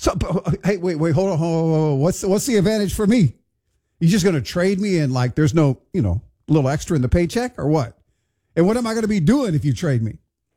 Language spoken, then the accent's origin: English; Houston, Texas, United States; now in South and Central Louisiana, United States; my hometown, Houston, Texas